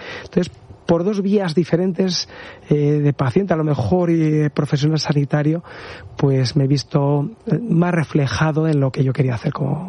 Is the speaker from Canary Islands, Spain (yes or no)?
no; Madrid, Community of Madrid, Spain; yo nací en Madrid, mi familia, desde que nacimos mi hermano y yo, vivimos en Madrid. Lo que pasa es que vivimos a las afueras, en una urbanización